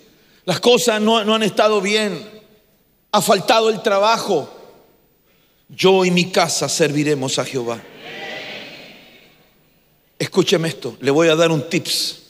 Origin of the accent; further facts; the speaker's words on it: Chile; ahí está hablando de Chile, ahí está hablando de mi tierra.